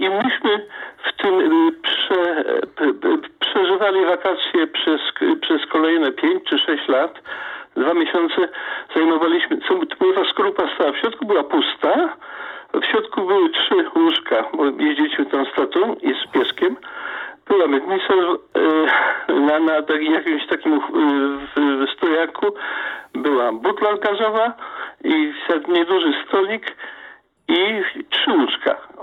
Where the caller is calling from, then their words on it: Elbląg, Warmian-Masurian Voivodeship, Poland; Jestem z Elbląga